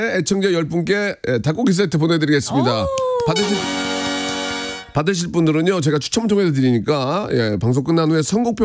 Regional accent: Gunsan, North Jeolla, South Korea; 저는 제 고향 군산이 군산.

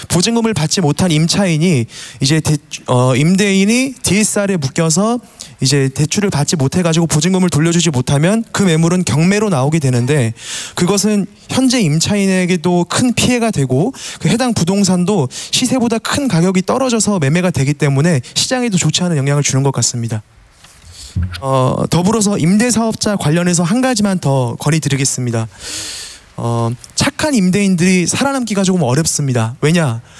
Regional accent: Jeju, South Korea; 안녕하십니까. 제주도에서 왔습니다. 현장을 직접 느끼고 있는 공인중개사이고요.

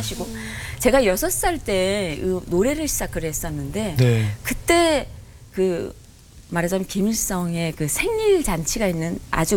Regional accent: North Korea; now in South Korea; 저는 할아버지께서 여기 남한이 고향이셔요. 그리고 일본에도 친척이 있고 이 출신 성분에서 걸린 거예요.

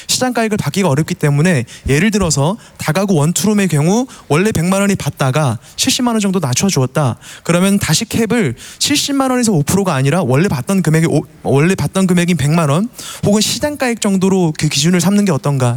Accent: Jeju, South Korea; 안녕하십니까. 제주도에서 왔습니다.

